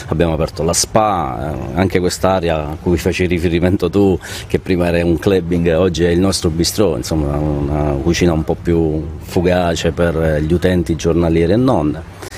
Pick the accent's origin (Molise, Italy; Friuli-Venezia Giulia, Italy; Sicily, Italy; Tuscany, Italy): Molise, Italy; entrambi molisani.